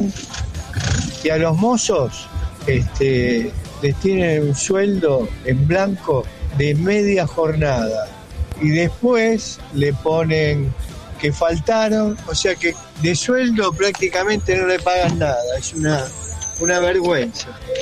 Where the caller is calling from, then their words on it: Santos Lugares, Buenos Aires Province, Argentina; de Santos Lugares.